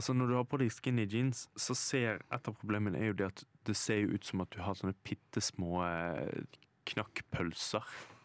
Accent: Bergen, Vestland, Norway; now in Oslo, Norway; for meg som bergenser.

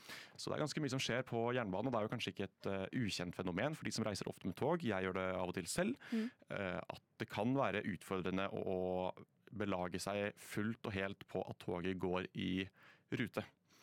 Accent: Hole, Buskerud, Norway; moved away; Jeg skal hjem en tur til Hole

